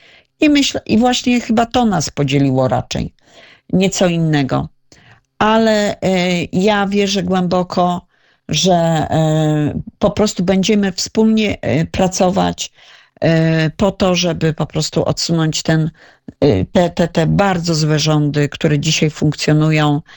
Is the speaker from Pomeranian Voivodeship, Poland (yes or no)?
no; Radom, Masovian Voivodeship, Poland; Ja tutaj pochodzę z Radomia